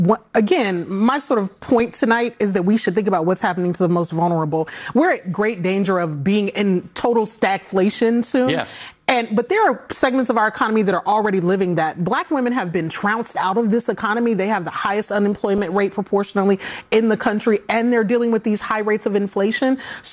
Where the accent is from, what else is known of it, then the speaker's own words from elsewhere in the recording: Louisiana, United States; I mean, I am from Louisiana. This is the place that this case has sort of, you know, been staged